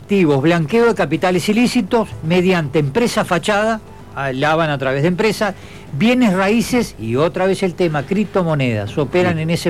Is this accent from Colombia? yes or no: no; Uruguay